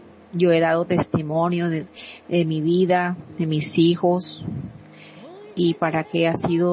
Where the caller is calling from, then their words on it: Soledad, Atlántico, Colombia; Yo vivo en Soledad Atlántico.